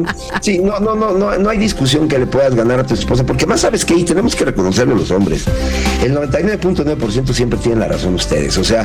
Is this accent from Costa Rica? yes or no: no; Mexico; somos buenos los mexicanos, somos buenos